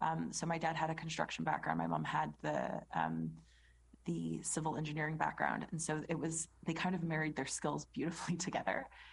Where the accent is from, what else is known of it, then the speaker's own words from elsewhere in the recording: Edmonton, Alberta, Canada; moved away as an adult; now in United Kingdom; No, I was born in Edmonton, Alberta, in Canada. Like a small city. I think when I left, when I was 18, it just reached 1 million people.